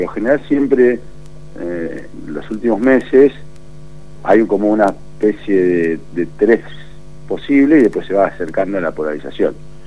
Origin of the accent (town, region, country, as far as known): Argentina